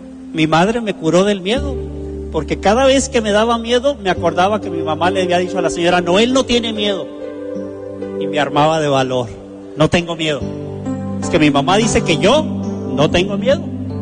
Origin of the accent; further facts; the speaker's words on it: Tijuana, Baja California, Mexico; yo de niño allá en Tijuana